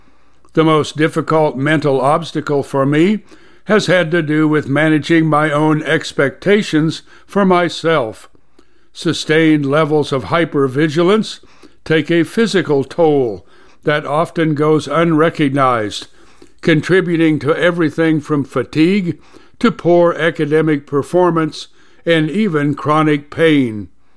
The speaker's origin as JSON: {"language": "English", "country": "United States", "tie": "born or raised there", "said": "they didn't happen to me because of who I am as an individual, but rather because I grew up in America."}